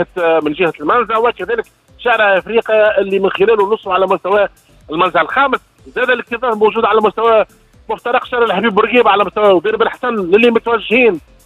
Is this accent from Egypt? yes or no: no; Tunisia; احنا والعقليه نتاعنا كتونسي